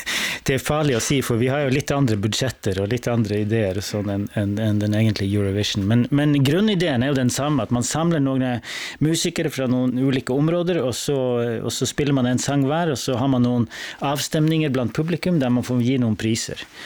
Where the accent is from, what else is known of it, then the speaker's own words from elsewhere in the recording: Northern Norway, Norway; Min bakgrund är i musik, jag är musiker själv, men mest viktigst nu är att jag har vuxit upp norr i Norge, ett litet samfund.